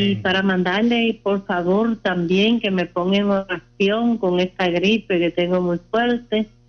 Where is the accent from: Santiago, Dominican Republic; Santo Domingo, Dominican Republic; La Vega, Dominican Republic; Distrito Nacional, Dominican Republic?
Santiago, Dominican Republic; Jánico; De para allá fui yo también, yo soy serrana de Jánico.